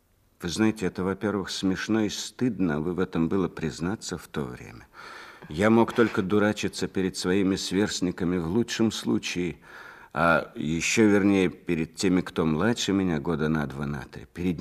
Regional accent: Leningrad Oblast, Russia; в Артемяке, где я родился и вырос мальчишкой, это под Ленинградом

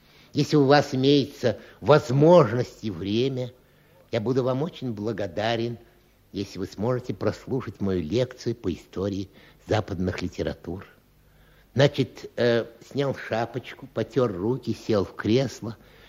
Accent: Siberia, Russia; moved away; вот я, значит, из Сибири

